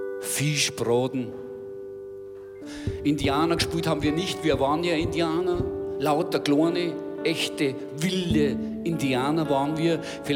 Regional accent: Bavaria, Germany; Wir sind alle drei an der Isar aufgewachsen.

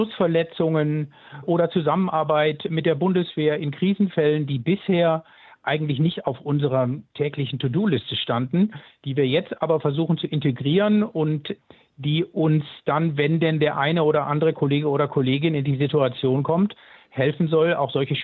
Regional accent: Würzburg, Bavaria, Germany; Ich bin Würzburger

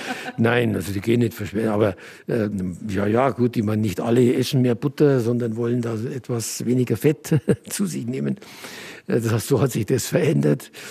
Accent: Oberaudorf, Bavaria, Germany; mein Geburtsort Oberaudorf am Inn, genannt die Perle des Inntals im Landkreis Rosenheim. Dort bin ich eben auf die Welt gekommen. Dort habe ich meine Kindheit verbracht.

